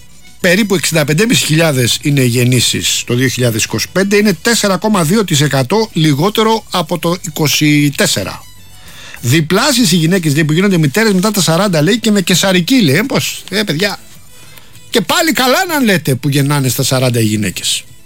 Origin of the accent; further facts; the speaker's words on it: Rafina, Attica, Greece; θα πάμε στη Ραφίνα αργότερα, την πατρίδα μου